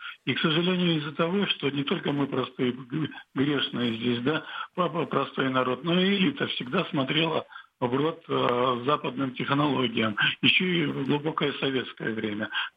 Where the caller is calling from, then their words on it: Vladivostok, Primorsky Krai, Russia; из Владивостока, столица Приморского края.